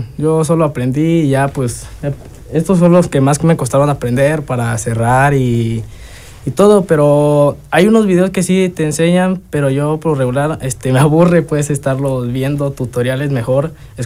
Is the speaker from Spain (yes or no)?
no; Acatlán, Mexico; De aquí de Acatlán.